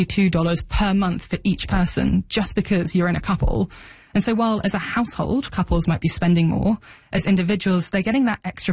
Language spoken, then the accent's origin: English; United Kingdom; moved away as an adult; also born or lived in London; now in Vancouver, Canada; listeners can tell at this point, but I'm not from Canada. Mm. I moved to Vancouver from the UK a couple of years ago.